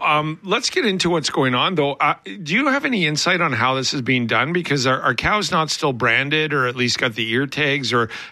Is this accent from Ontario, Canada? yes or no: no; Alberta, Canada; now in Manitoba, Canada; I'm going from when I grew up in Alberta